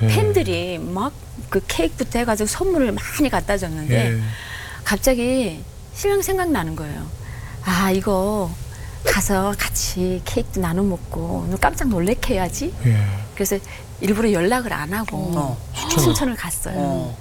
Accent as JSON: {"language": "Korean", "country": "North Korea", "accent": "North Korean", "moved": "yes", "lives_now": "South Korea"}